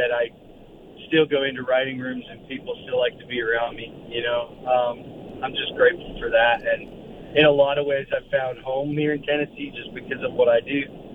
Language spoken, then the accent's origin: English; Alberta, Canada; moved away as an adult; now in Nashville, United States; I grew up in Northern Alberta, and if I was playing hockey, I was popular